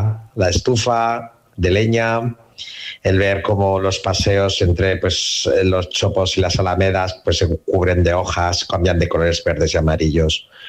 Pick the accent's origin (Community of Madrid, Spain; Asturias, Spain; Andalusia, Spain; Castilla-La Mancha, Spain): Castilla-La Mancha, Spain; Setiles; Yo creo que el otoño es de las épocas más bonitas en las que disfrutar de mi pueblo, los fines de semana. Y aunque, bueno, empiezan a bajar ya las temperaturas, ya os he dicho que Setiles se encuentra en la zona de temperaturas más bajas de España